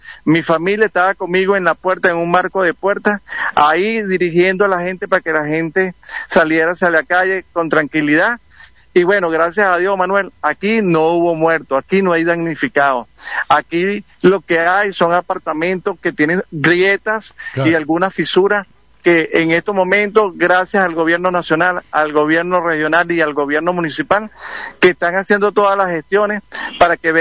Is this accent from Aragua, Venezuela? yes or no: yes; Cagua, Aragua, Venezuela; nosotros como venezolanos